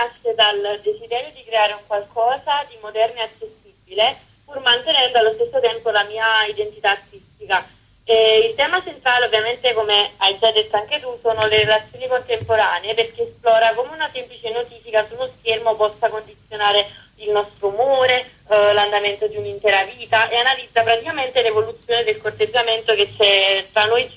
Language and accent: Italian; Naples, Campania, Italy; also born or lived in Calabria; ho 20 anni e sono di Napoli.